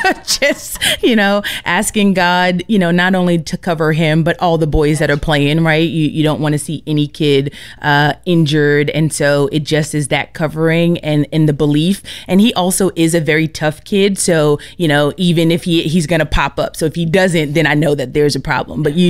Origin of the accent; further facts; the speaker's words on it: Staten Island, New York, United States; also born or lived in Charlotte; I am originally from Staten Island, New York. I lived in Charlotte, North Carolina for a while before coming to Florida, and we've been in Florida for the past 10 years.